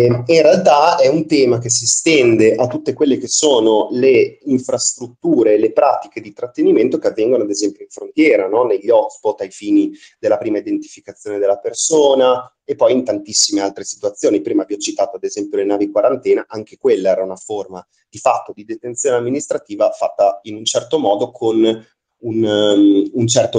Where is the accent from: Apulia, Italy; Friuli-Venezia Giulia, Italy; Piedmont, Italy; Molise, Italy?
Friuli-Venezia Giulia, Italy; Trieste